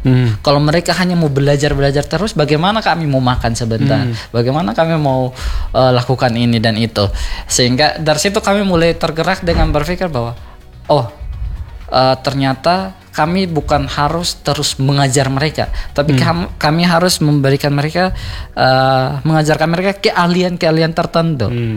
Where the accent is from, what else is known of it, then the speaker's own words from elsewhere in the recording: Soe, East Nusa Tenggara, Indonesia; Dalam artian saya sendiri di daerah saya atau tempat saya tinggal di saya dari Soe.